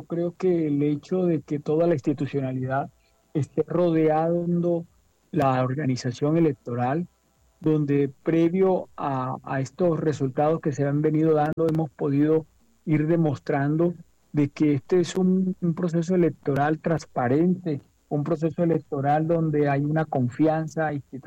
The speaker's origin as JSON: {"language": "Spanish", "country": "Colombia", "said": "que tenemos como colombianos y como ciudadanos de un país democrático como el nuestro"}